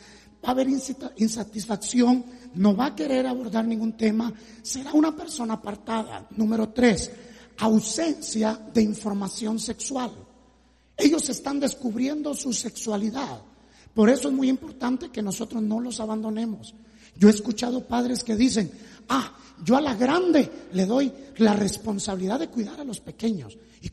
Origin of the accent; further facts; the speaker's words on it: Guatemala; para nosotros como latinos, como guatemaltecos